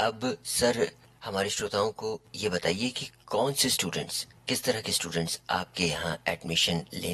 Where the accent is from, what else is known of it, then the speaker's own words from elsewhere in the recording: Betul, Madhya Pradesh, India; हमारे जिले बैतूल